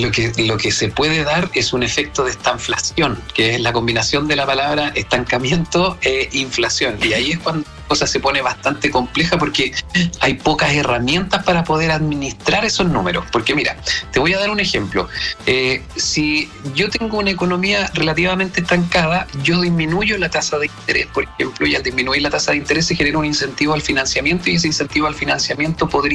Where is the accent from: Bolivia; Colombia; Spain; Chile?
Chile